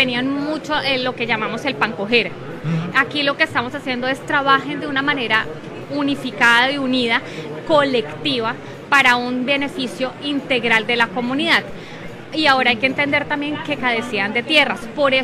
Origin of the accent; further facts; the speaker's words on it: Cali, Valle del Cauca, Colombia; moved away as an adult; now in Montelíbano, Colombia; yo de Montelíbano no soy. Yo no soy oriunda de Montelíbano, yo soy oriunda de Cali y en el tema gastronómico tengo todavía el corazoncito caleño.